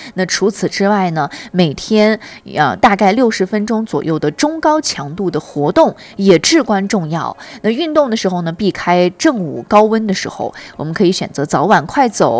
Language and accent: Chinese; Xinjiang, China; 都是我们新疆人在夏季啊特别爱吃的美食